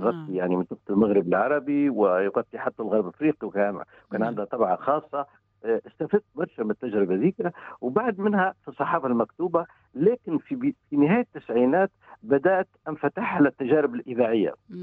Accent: Tunisia; moved away as an adult; also born or lived in Morocco / United Arab Emirates; now in Germany; لأني أنا تونسي في المغرب ما كنتش نشعر بالغربة

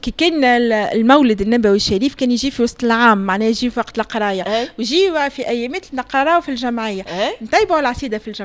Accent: Tunisia; انا كي تجي هوني انا تونسية اما صاحبت الناس الكل يعرفوني

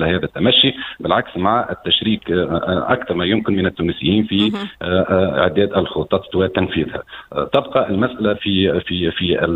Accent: North West Tunisia, Tunisia; أنا أصلي من الشمال الغربي في كبرت

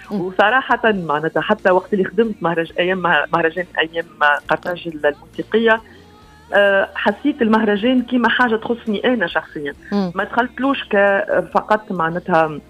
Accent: Tunisia; moved away; also born or lived in France; أنا كنت موجودة معناها سنوات في خارج تونس بفرنسا تحديدا وبعض البلدان الأخرى كذلك

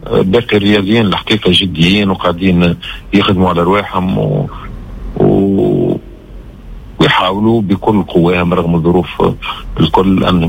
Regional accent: Tunisia

